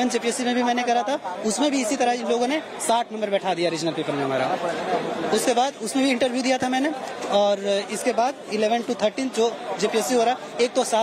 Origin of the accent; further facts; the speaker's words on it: Jharkhand, India; first language Khortha; Hindi is a second language; हमारा मातृभाषा खुरठा है, मैं यहाँ का मूलवासी हूँ